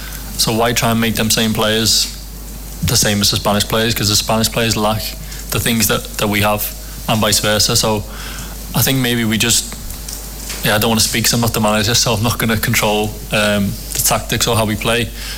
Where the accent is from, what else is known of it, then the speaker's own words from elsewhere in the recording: England, United Kingdom; we can't keep looking at other countries and trying to be like them, because we're not them, we're English, and we have our own strengths